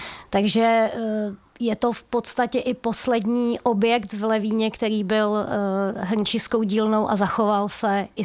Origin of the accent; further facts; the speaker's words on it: Klínec, Central Bohemian Region, Czechia; moved away; Já pocházím původně z Prahy Západ, z Klínce, u Mníšku pod Brdy.